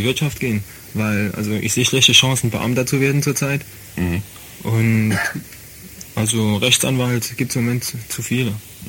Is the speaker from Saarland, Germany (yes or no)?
yes; Saarland, Germany; ich bin begeistert als Saarländer.